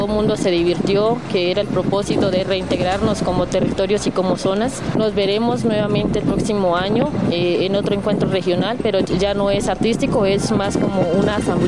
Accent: Jambaló, Cauca, Colombia; como lo somos como territorio de Jambalo

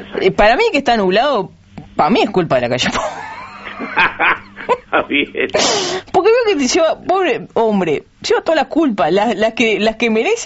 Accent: Durazno, Uruguay; yo soy de Durazno

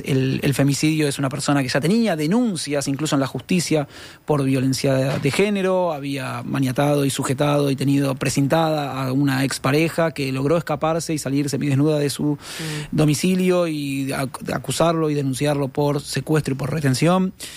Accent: Argentina; no es porque soy argentino

